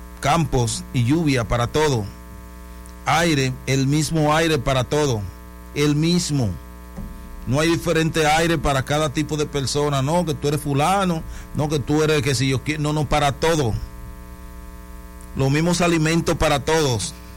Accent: Dominican Republic; todos somos dominicanos.

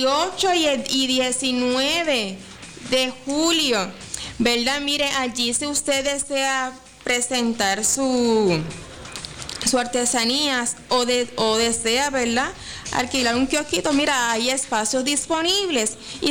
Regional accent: Lajas, Puerto Rico; En La Parguera, en mi pueblo de Lajas.

